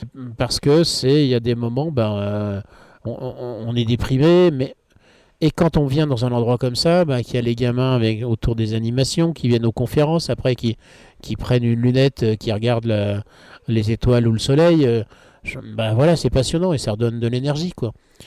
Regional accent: Brittany, France

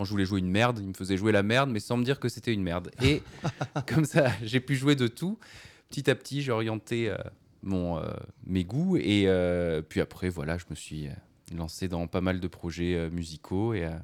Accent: Bordeaux, Nouvelle-Aquitaine, France; Oui, je viens de Bordeaux

